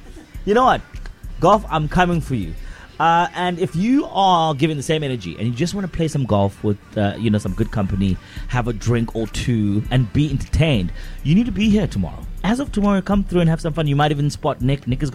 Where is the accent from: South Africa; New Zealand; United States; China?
South Africa; I see myself being the South African Tiger Woods.